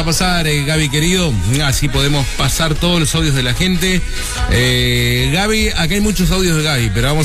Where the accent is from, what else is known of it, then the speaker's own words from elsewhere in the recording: Puerto Deseado, Santa Cruz, Argentina; Puerto Deseado